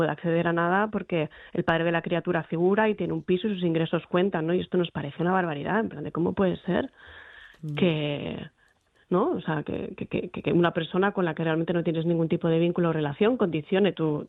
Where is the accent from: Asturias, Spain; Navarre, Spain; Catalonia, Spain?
Asturias, Spain; Gijón